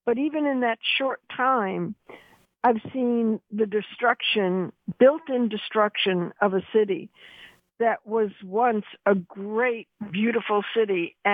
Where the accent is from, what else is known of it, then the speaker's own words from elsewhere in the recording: New York City, New York, United States; now in Oakland, United States; I grew up in New York City